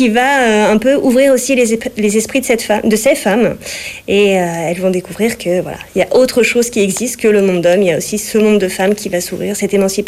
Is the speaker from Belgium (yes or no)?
no; Fécamp, Normandy, France; moi je suis née à Fécamp